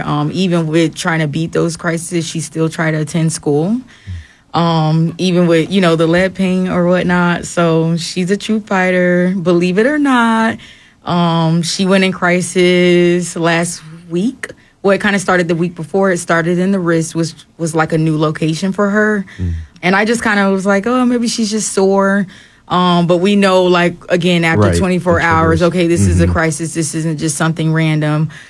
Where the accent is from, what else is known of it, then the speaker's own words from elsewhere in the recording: West Palm Beach, Florida, United States; We're actually from West Palm Beach, Florida.